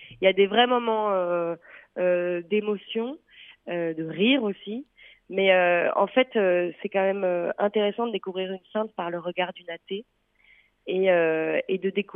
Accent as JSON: {"language": "French", "town": "Paris", "region": "Île-de-France", "country": "France", "said": "Et puis je suis parisienne, donc je vois le Sacré-Cœur de Montmartre"}